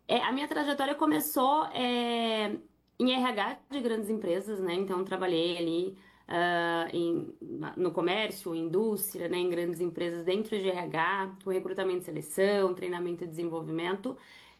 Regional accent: São Paulo, Brazil

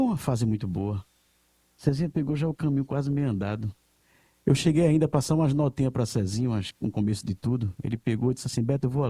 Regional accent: Camaragibe, Pernambuco, Brazil; Então eu cresci na minha vida em Camaragibe assim, dessa forma, tocando, estudando o instrumento para depois trilhar em tocar com os artistas.

